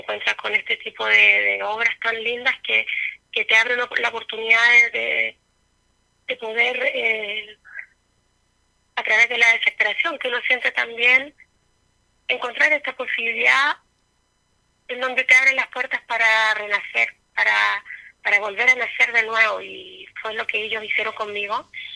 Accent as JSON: {"language": "Spanish", "town": "Ancud", "region": "Los Lagos", "country": "Chile", "said": "soy de Ancud, tengo 50 años"}